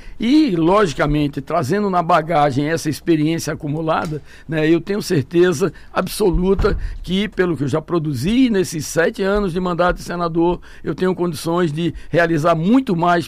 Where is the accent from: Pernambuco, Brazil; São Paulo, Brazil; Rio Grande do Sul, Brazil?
Pernambuco, Brazil; moved away; trabalhei como engenheiro agrônomo lá no meu estado, em Pernambuco